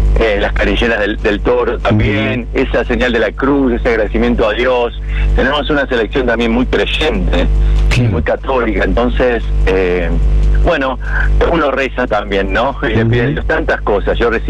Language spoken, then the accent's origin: Spanish; Arteaga, Santa Fe, Argentina; moved away